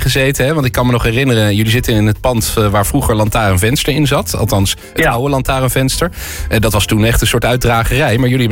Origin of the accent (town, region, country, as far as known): Rotterdam, South Holland, Netherlands